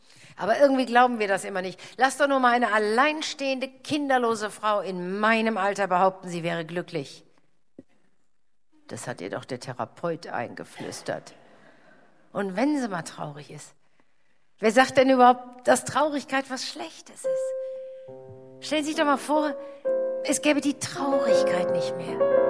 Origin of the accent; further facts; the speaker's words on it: Rhineland, Germany; Ja, wie soll das denn bei uns im Rheinland gehen? Nach 2 Wochen fängt der Rheinländer doch...